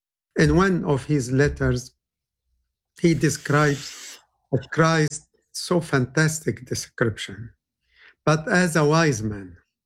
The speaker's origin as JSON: {"language": "English", "town": "Latakia", "region": "Latakia Governorate", "country": "Syria", "tie": "born or raised there", "moved": "yes", "said": "I was born in Latakia. It is a small city on the seashore of the Mediterranean. Mm. It is about 60 miles of Antioch only."}